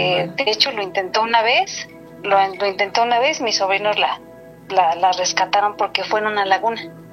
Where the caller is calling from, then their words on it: Toluca, State of Mexico, Mexico; De aquí, de Toluca, del Estado de México.